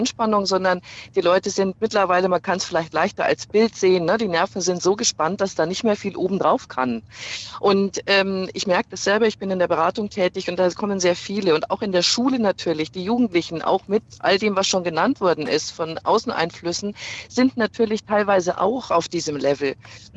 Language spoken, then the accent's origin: German; Regensburg, Bavaria, Germany; Regensburg ist stark vertreten. Ich komme auch aus